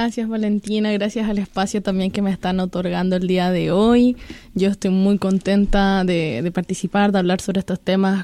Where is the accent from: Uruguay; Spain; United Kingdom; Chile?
Chile; moved away; Ya hace 8 años que me fui de mi país, de Chile.